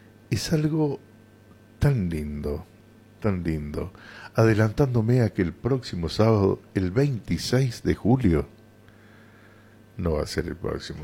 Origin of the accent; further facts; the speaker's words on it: Argentina; nosotros somos argentinos, hablamos en español